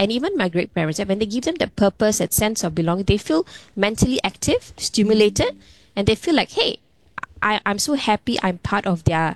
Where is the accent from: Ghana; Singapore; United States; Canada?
Singapore; I mean, as a Singaporean, right? You have your own identity, and of course, being an Indian Singaporean